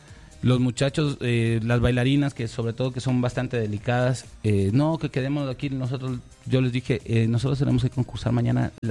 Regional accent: Ecuador; nosotros somos ecuatorianos.

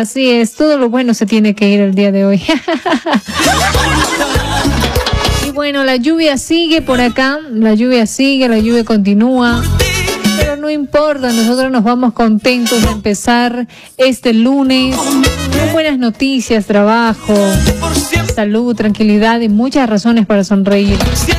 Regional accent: Ecuador; orgullosos de ser ecuatorianos

